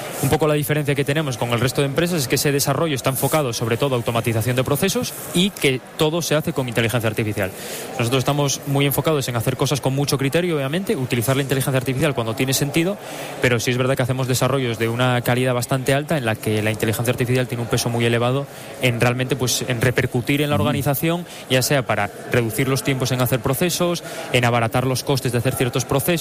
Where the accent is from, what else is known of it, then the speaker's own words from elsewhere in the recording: Asturias, Spain; de todo el equipo todos somos asturianos y todos han estudiado aquí en la Universidad de Oviedo